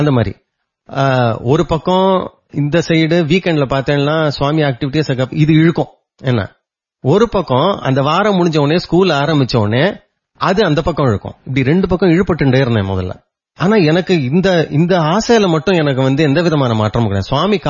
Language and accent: Tamil; Chennai, Tamil Nadu, India; born or raised there; also born or lived in Madurai / Salem